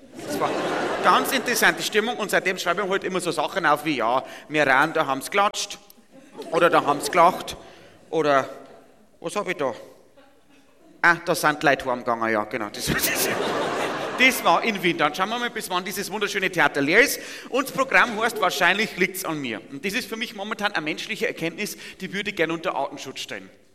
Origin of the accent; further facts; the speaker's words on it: Bavaria, Germany; ich komme vom Bauernhof, aus der Nähe von Passau, aus dem Bayerischen Wald und da wohne ich in einem Mehrgenerationenhaus.